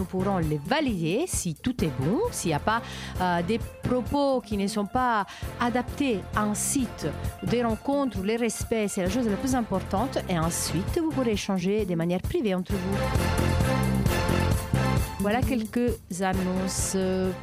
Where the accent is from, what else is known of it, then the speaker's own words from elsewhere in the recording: Cameroon; Je suis camerounaise, je vis dans la ville de Douala.